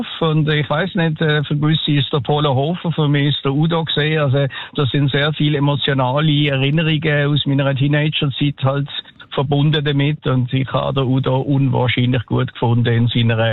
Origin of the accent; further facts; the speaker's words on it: Lucerne, Switzerland; hat mich gefragt, wo ich herkomme. Und dann hat er gesagt, aus Luzern.